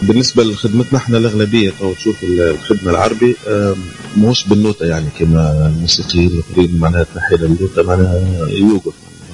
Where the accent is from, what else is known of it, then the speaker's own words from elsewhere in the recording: Djerba, Medenine, Tunisia; هنا في جربة